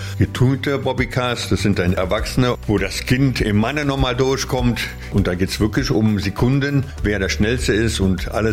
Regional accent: Langerwehr, North Rhine-Westphalia, Germany; born there; geboren in Langerwehr. Bin vom Beruf Landwirt und in Langerwehr bin ich halt bekannt

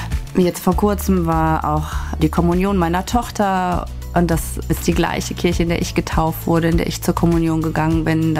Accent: Bochum, North Rhine-Westphalia, Germany; Ich bin 50 Jahre alt und ich bin in Altenbochum geboren und nie weit weggekommen und bin gerne hier.

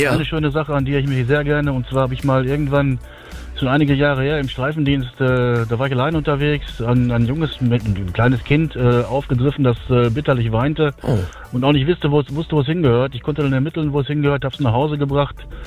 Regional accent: Bad Lippspringe, North Rhine-Westphalia, Germany; Ja, ich hatte an Bad Lippspringe gedacht, meine Heimatstadt.

